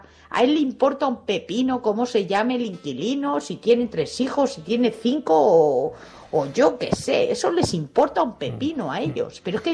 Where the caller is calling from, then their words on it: Madrid, Community of Madrid, Spain; de Madrid.